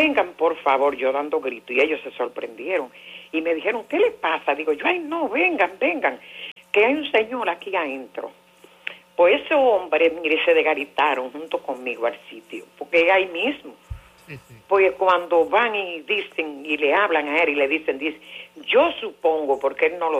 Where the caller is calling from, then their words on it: Dominican Republic; yo vivo en Monte de las Aguas.